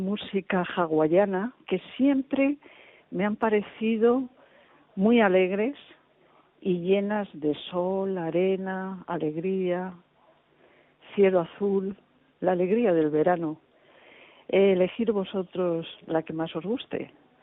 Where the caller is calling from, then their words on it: Madrid, Community of Madrid, Spain; de Madrid